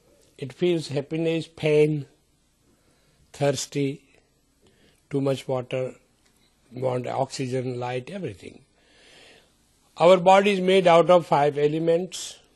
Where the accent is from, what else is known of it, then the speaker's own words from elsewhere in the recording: India; I came from India. I brought Indian culture now.